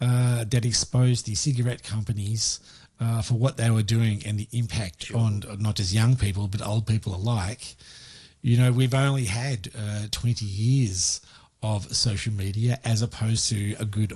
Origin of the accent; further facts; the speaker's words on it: Victoria, Australia; My home state of Victoria just yesterday announced that all state secondary schools will be required to incorporate planned device-free learning time.